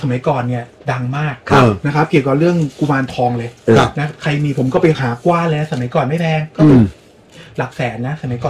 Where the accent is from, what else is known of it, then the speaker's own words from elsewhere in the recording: Suphan Buri, Thailand; ผมเป็นคนสุพรรณ